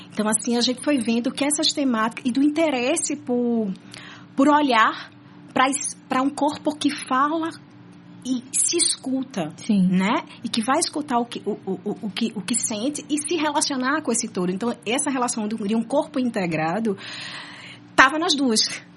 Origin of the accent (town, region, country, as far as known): Recife, Pernambuco, Brazil